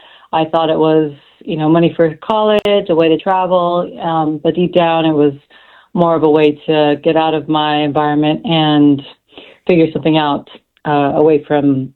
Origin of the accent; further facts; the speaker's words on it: California, United States; also born or lived in Bahrain; So growing up in Bahrain and then eventually in California